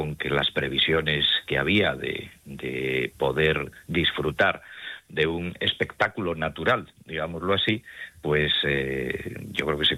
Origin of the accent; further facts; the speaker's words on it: Asturias, Spain; pues en mi tierra, en Asturias.